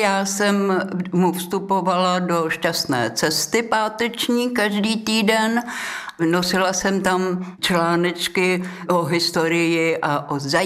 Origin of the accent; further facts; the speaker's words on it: Prague, Czechia; born there; now in Český Brod, Czechia; já jsem Pražák od Vltavy, ze Štvanice